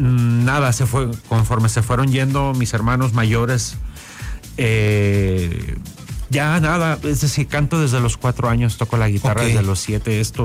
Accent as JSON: {"language": "Spanish", "town": "Navojoa", "region": "Sonora", "country": "Mexico", "also_born_or_lived": "Puerto Vallarta / Guadalajara", "moved": "yes", "lives_now": "Los Angeles, United States", "said": "yo como sonorense y como navojoense y como mexicano"}